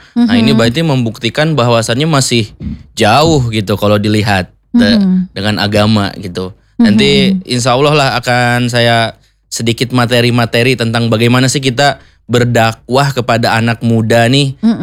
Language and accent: Indonesian; Sundanese lands, Indonesia; accent: Sundanese; now in Banyumas, Indonesia; Saya aslinya sih sebenarnya bukan dari Banyumas. Okay. Jadi kalau misalkan ada lebih ke Sunda-Sunda gitu, memang okay, saya aslinya dari Sunda.